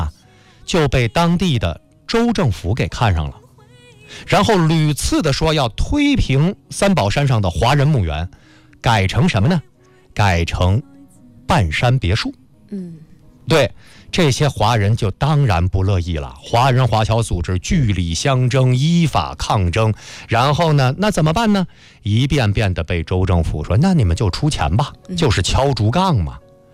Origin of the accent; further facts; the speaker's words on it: Chaoshan, Guangdong, China; 我作为潮汕人，我作为中华文明的一份子